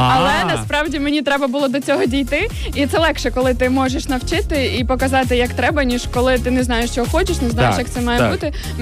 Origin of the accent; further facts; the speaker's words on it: Kamianets-Podilskyi, Khmelnytskyi Oblast, Ukraine; moved away; Я родом з Кам'янця-Подільського, у мене там живуть батьки